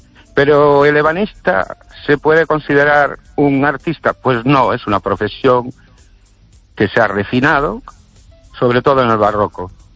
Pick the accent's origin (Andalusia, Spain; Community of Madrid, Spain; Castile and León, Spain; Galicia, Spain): Galicia, Spain; Ourense; Buenas noches, estéreo oyentes … de Orense.